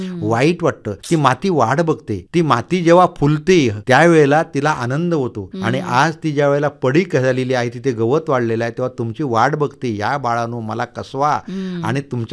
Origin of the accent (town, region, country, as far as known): Maharashtra, India; born there